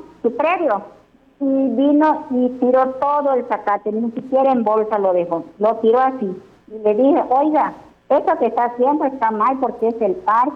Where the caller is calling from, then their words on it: Yucatán, Mexico; de la Nueva Cocultán.